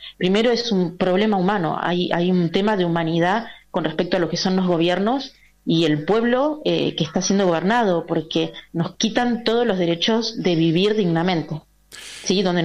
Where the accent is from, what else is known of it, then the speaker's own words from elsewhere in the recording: Argentina; acá es donde nosotros tenemos que poner el foco como argentinos, como trabajadores